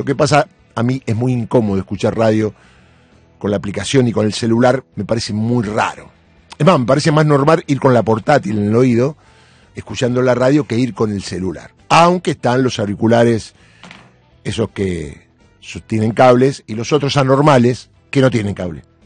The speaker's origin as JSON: {"language": "Spanish", "country": "Argentina", "tie": "born or raised there", "said": "Entonces, cuando dicen yankee, gone home, desde siempre. Nos criamos así en la Argentina."}